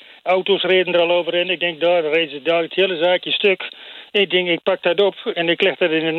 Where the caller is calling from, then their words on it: Silvolde, Gelderland, Netherlands; uit Silvolde.